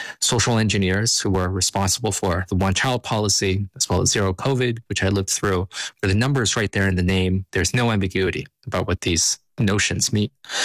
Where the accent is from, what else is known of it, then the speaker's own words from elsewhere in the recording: Canada; And speaking as a Canadian who is feeling the United States sometimes throwing its weight around a little bit too much to the north